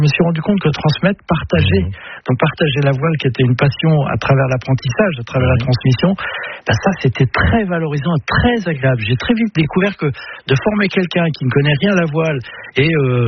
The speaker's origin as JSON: {"language": "French", "region": "Brittany", "country": "France", "said": "je suis breton et puis je le ressens profondément. Donc voilà, de la vallée de la Rance, juste derrière Saint-Malo"}